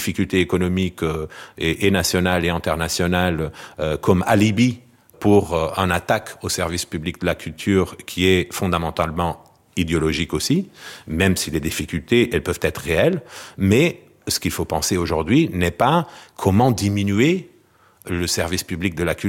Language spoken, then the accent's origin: French; Portugal; et ça j'ai le droit de le dire en tant que Portugais, sans être chauvin